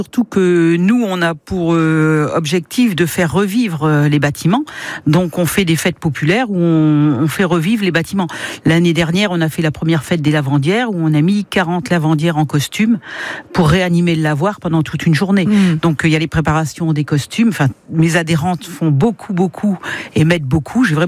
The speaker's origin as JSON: {"language": "French", "region": "Hauts-de-France", "country": "France", "lives_now": "Auneuil, France"}